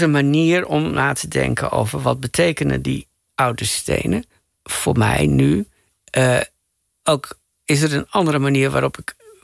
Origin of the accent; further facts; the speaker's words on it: Assen, Drenthe, Netherlands; moved away; We woonden aan de rand van Assen, provinciestadje.